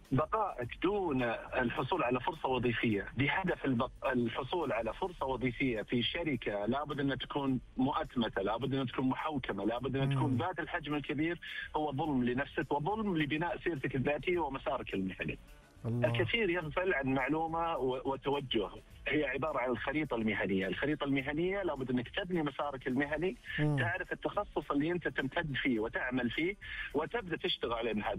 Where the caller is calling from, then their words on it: Riyadh, Riyadh Province, Saudi Arabia; من الرياض الله يسلمك.